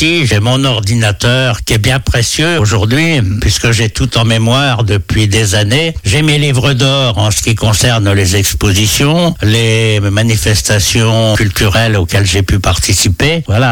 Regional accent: Tuffé, Pays de la Loire, France; now in Lombron, France; Tuffet, mon village natal

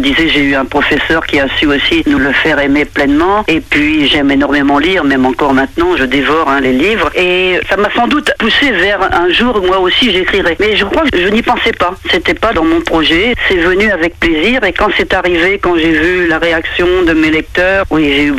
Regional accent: Pont-d'Ouilly, Normandy, France; born there; Je suis née à Pontbouilly, donc en plein milieu de la Suisse normande.

